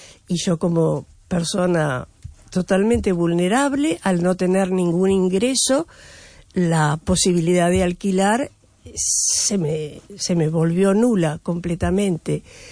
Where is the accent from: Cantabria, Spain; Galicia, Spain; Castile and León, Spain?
Galicia, Spain; Mos; now in Vigo, Spain; Sí, yo soy de Mos y vivo ahora actualmente con mi hija.